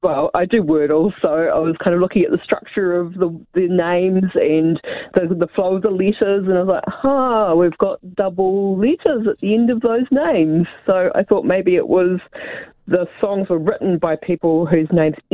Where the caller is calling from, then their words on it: Huntly, Waikato, New Zealand; I'm in the lovely Huntley today.